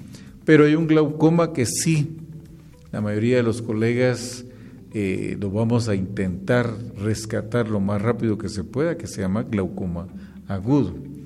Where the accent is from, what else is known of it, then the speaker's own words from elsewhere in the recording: Guatemala; Lamentablemente, como buenos chapines, mejor la otra semana, que pase la Semana Santa.